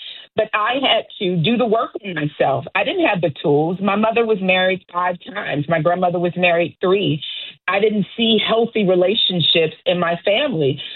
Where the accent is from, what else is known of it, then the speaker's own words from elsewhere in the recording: Memphis, Tennessee, United States; I'm from Memphis, Tennessee, Orange Mound. So I am from the inner city